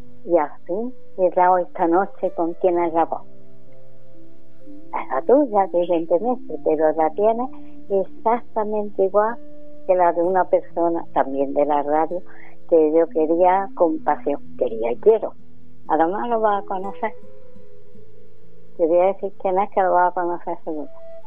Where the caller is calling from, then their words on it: Córdoba, Andalusia, Spain; Yo llamo de Córdoba.